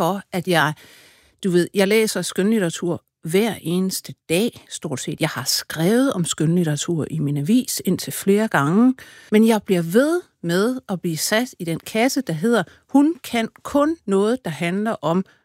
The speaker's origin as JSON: {"language": "Danish", "town": "Aarhus", "region": "Central Denmark Region", "country": "Denmark", "said": "Jeg er fra Aarhus."}